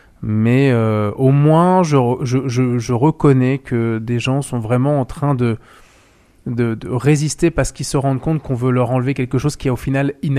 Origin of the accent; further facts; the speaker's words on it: France; chez nous en France.